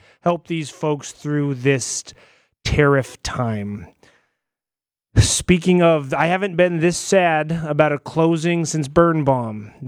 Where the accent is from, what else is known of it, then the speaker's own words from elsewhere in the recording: North Dakota, United States; moved away as an adult; now in Moorhead, United States; I grew up on the North Dakota side.